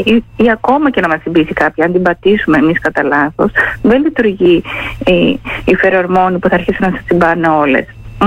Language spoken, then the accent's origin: Greek; Artopoula, Epirus, Greece; moved away as an adult